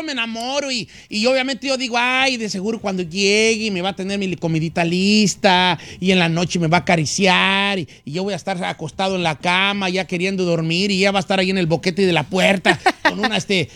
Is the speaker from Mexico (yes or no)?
yes; Michoacán, Mexico; ¡Ay, en mi tierra!